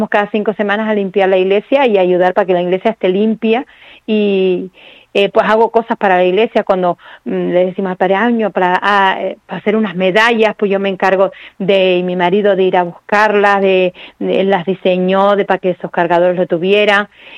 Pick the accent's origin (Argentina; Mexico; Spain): Spain; Icod el Alto, Canary Islands; mi gente, mis cochineros de Icodel, los cochineros de Icodel Alto